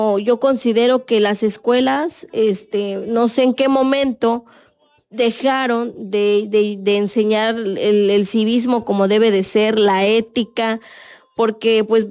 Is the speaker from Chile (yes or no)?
no; Chiapas, Mexico